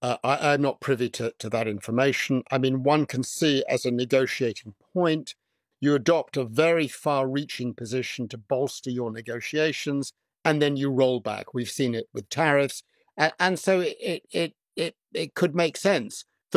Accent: United Kingdom; I'm a British national.

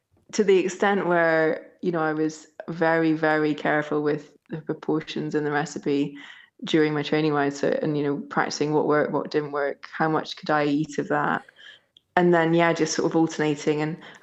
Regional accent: Scotland, United Kingdom; being Scottish

